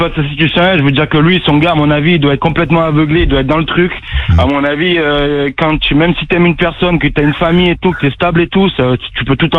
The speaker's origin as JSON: {"language": "French", "region": "Provence-Alpes-Côte d'Azur", "country": "France", "said": "que moi je suis du Vaucluse, mais en fait j'ai fallu que je coupe tout, quoi."}